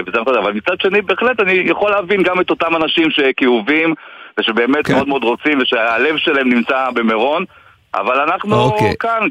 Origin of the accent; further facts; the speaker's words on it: Meron, Northern District, Israel; כמי שגדל פה נכד למייסדי המושב … שהיה ממקימי היישוב לפני כ-80 שנה ונמנה על הגרעין המייסד